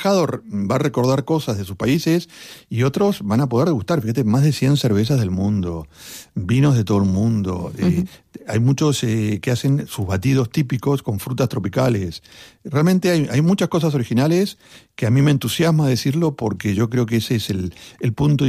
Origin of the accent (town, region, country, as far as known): Argentina; moved away as an adult; now in Spain